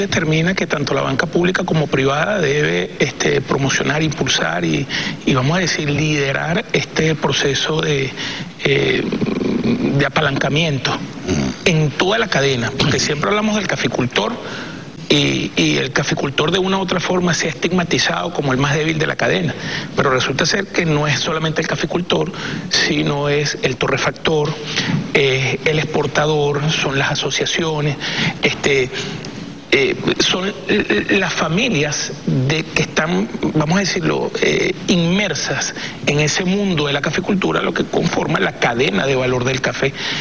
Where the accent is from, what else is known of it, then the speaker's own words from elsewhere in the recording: Venezuela; somos venezolanos, que estamos criados en la adversidad